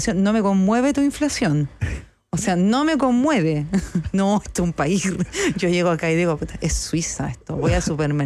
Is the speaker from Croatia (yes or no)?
no; Chile; moved away as an adult; now in Buenos Aires, Argentina